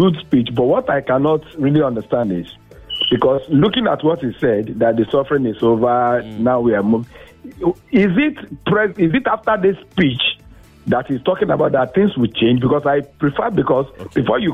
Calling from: Ikorodu, Lagos, Nigeria; from Ikorodu.

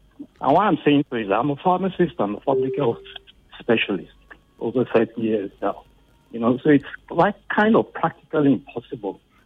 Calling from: Lagos, Nigeria; I'm calling from Lagos, mainland.

